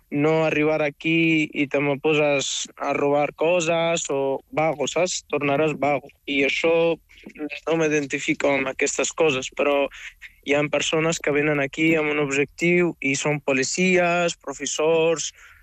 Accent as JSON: {"language": "Catalan", "country": "Morocco", "moved": "yes"}